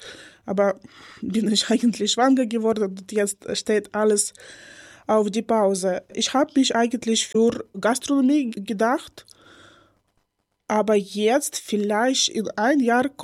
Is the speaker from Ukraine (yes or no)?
yes; Ukraine; German is a second language; moved away as an adult; now in Germany